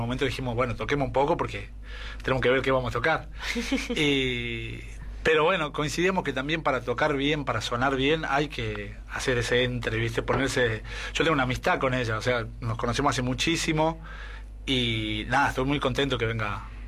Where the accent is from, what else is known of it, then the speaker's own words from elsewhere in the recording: Salta, Argentina; Ya que soy de Salta